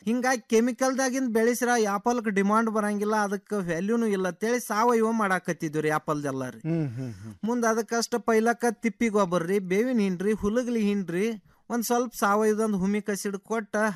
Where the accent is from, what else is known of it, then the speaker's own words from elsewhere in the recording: Mudhol, Karnataka, India; ನಾವು ಈಗ ಮುದೋಳದವ್ರು, ಈಗ ಧಾರವಾಡದಾಗ ಬಂದ್ ಸಟ್ ಹಾಕಿವಿ